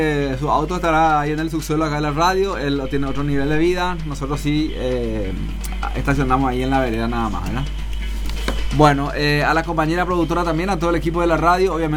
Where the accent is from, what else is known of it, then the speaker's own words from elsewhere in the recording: Paraguay; first language Guarani; Spanish is a second language; En mi caso, bueno, mi idioma materno es el guaraní.